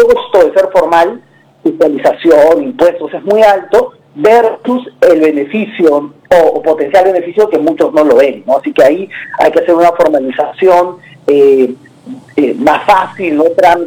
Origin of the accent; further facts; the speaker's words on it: Peru; nosotros como peruanos